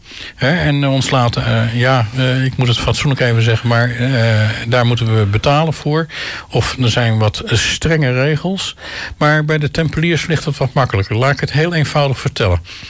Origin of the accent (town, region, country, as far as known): Netherlands